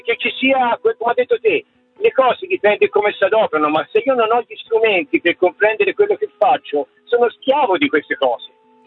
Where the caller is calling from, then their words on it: Santa Croce sull'Arno, Tuscany, Italy; io sto a Santa Croce